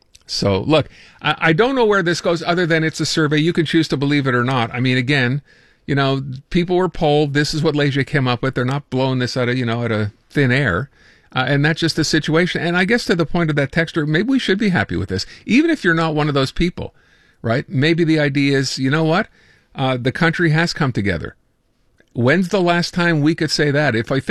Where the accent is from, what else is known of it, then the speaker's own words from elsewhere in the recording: Canada; we feel it's going to get better because we're Canadian.